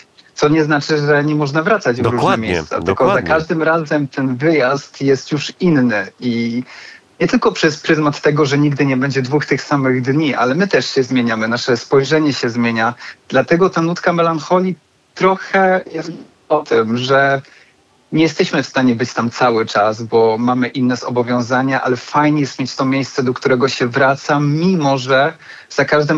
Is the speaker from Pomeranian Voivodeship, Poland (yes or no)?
no; Wrocław, Lower Silesian Voivodeship, Poland; born there; Urodziłem się we Wrocławiu i zawsze jeździłem na wakacje właśnie na północ